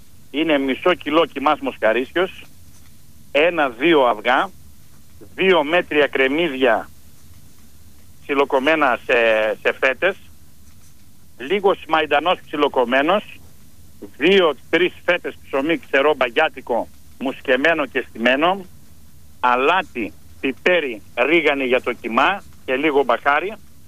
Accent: Goumenissa, Central Macedonia, Greece; also born or lived in Stasi, Kilkis; από την ιδιαίτερη πατρίδα μου, από την ιστορική γουμένισσα του νομού Κιλκής

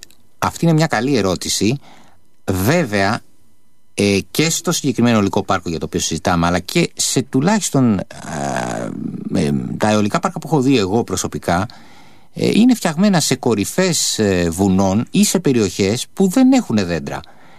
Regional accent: Western Greece, Greece; σε μια περιοχή σαν την ορεινή ναυπακτία στο χωριό μου

